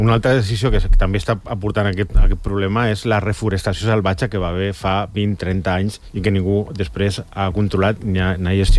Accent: Catalonia, Spain; jo que soc del Vallès Occidental, de l'Alta Vallès

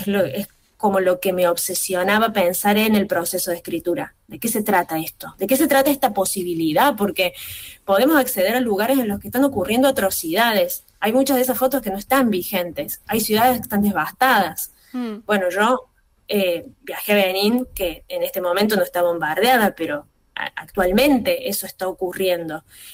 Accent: Argentina; estando en Argentina y siendo argentina, no habiendo vivido en otro lugar

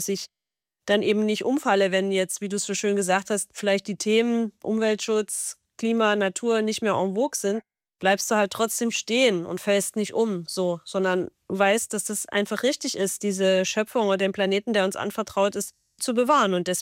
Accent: East Germany, Germany; Und in meiner Heimat, bin ja auch aus dem ländlichen Raum, ganz aus dem Osten eigentlich der Republik, da ist der politische Mainstream ja schon auch sehr stark durch die AfD geprägt, ne?

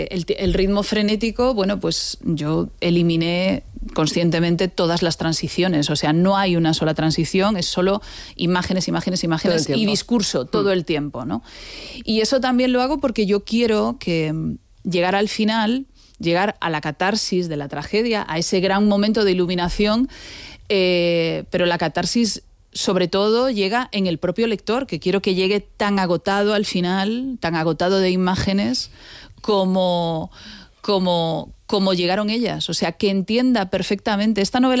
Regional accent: A Coruña, Galicia, Spain; Soy gallega, digámoslo, soy gallega. Gallega de A Coruña.

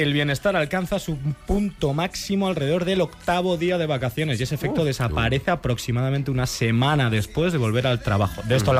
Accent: Pamplona, Navarre, Spain; Yo soy de Pamplona, entonces los amigos los heredas de tus padres.

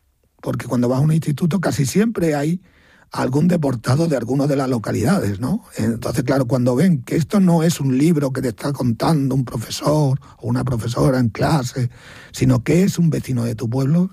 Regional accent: Granja de Torrehermosa, Extremadura, Spain

